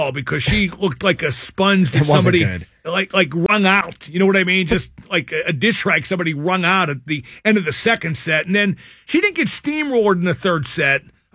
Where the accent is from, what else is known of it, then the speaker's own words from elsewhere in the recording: Pittsburgh, Pennsylvania, United States; accent: Pittsburgh; my Pittsburgh accent.